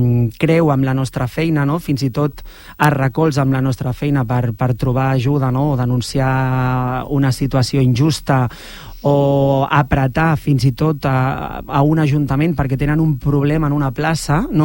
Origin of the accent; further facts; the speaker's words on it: Barcelona, Catalonia, Spain; born there; soc català, he nascut a Barcelona, parlo perfectament català